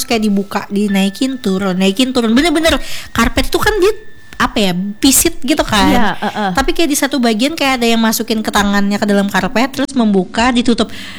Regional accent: Sampit, Central Kalimantan, Indonesia; moved away; also born or lived in Banjarmasin; karena aku besar di sana, aku lebih ngerasa kampung halamanku tuh di Sampit daripada di Banjarmasin.

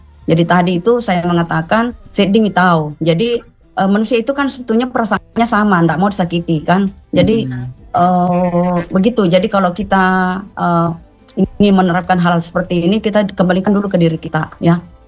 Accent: South Sulawesi, Indonesia; accent: Bugis; saya maaf pakai logat Bugis ya.

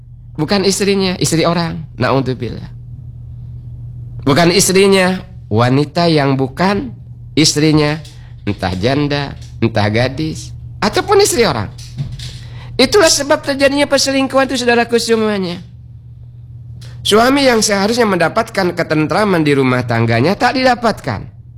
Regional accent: Bangka Belitung Islands, Indonesia; Tak retak kata kita orang Bangka.

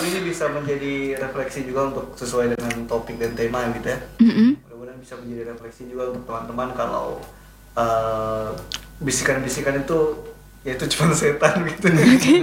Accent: Manggarai, East Nusa Tenggara, Indonesia; saya orang Manggarai, tapi tidak bisa saya paham bahasa Manggarai tahu.

